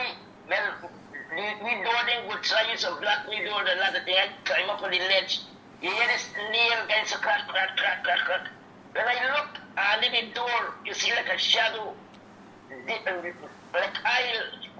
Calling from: Guyana; I calling from farm right now. I'm 86. I had experience around this country, all in Essequibo

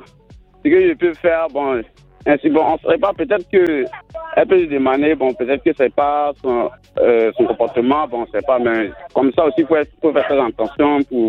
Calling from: Côte d’Ivoire; j'appelle de Kossangi.

